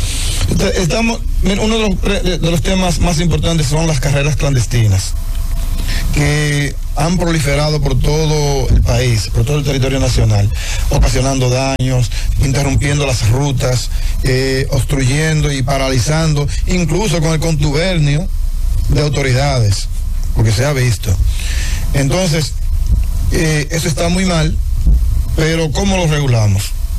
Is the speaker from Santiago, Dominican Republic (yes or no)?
yes; Santiago, Dominican Republic; y nosotros somos de Santiago, conseguimos los permisos